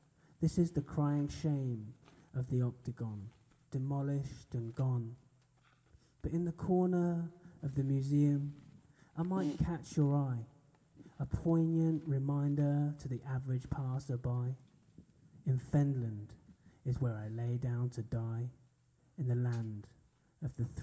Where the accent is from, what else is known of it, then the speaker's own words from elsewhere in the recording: East of England, United Kingdom; I grew up in Norfolk, on the Norfolk-Cambridge border, and I'm the youngest of seven, and my brothers and sisters all went to a grammar school in a place called Wisbeach, small little place.